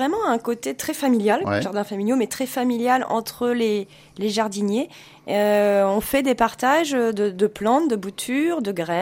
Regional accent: Blois, Centre-Val de Loire, France; Alors, je suis native de Blois. J'habite à Blois, je suis revenue vivre à Blois il y a un an et demi et j'étais habituée à vivre en campagne avec de la terre et je suis arrivée en appartement.

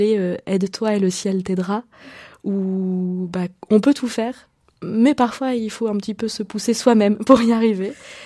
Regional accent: Lille, Hauts-de-France, France; Et donc je viens du Nord, nous venons de Lille

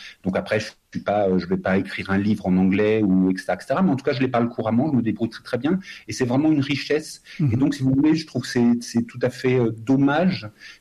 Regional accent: Fontainebleau, Île-de-France, France; born there; now in Ariège, France

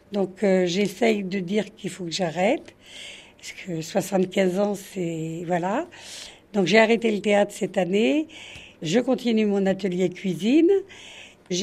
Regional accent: Paris, Île-de-France, France; now in Île de Ré, France; moi, je suis parisienne

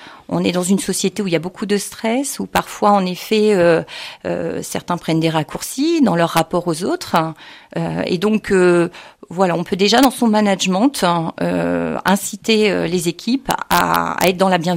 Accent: Centre-Val de Loire, France; Je suis originaire du Loir-et-Cher et j'exerce depuis de nombreuses années en Touraine.

